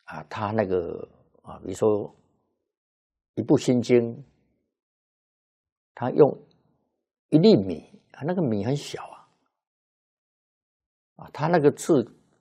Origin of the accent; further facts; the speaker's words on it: China; 我们中国人会对他非常感恩的。